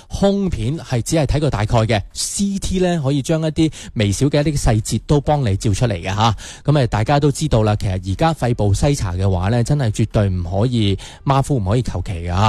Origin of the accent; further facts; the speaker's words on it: Guangdong, China; 特别我哋广东人啊，经常聚餐食宵夜嗰啲吓